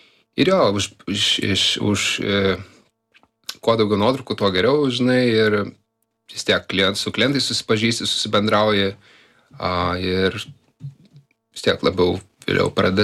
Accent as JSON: {"language": "Lithuanian", "town": "Kaunas", "region": "Kaunas County", "country": "Lithuania", "said": "Tada Žalgirio, čia aš kaip kaunietis, tai"}